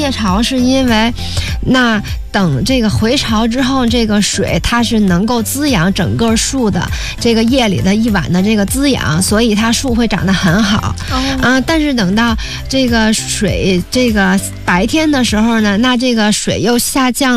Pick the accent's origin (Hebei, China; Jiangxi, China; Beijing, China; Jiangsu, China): Beijing, China; Xiji; 我本身就是西吉土生土长的人嘛，就是沙谷堆村人